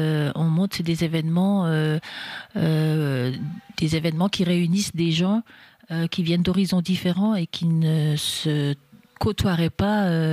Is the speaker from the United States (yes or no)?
no; Remiremont, Grand Est, France; Alors, bonjour … je suis née à Remiremont, donc je suis une fille des Vosges, hein, et … ce qui montre bien qui je suis en gros, c'est-à-dire que mes parents viennent d'Afrique